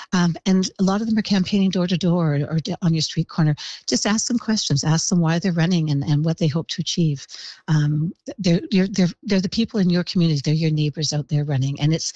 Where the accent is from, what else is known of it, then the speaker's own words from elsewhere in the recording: West Vancouver, British Columbia, Canada; I'm from West Vancouver. Our budget's about $100 million a year.